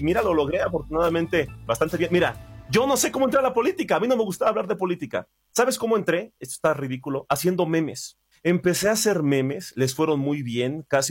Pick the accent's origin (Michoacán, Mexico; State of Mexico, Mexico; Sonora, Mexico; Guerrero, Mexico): Michoacán, Mexico; moved away as an adult; now in Mexico City, Mexico; Estudié comunicación, la carrera allá en Michoacán. Soy provincianito. Hace exactamente 10 años, de hecho se acaban de cumplir hace poco mis 10 años